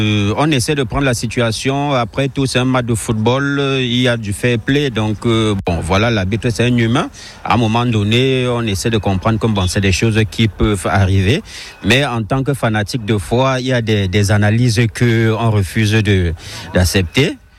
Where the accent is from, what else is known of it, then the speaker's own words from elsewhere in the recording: Paris, Île-de-France, France; Bon, de toutes les façons, comme je vous ai dit, je suis parisien et j'ai quand même un cœur qui bat pour eux.